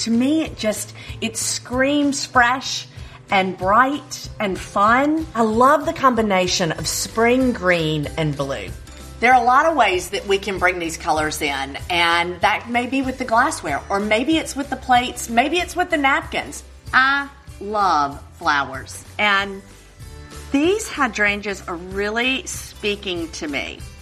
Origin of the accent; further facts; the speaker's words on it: Oxford, Mississippi, United States; invited to join me … for an outdoor brunch in my hometown, Oxford, Mississippi.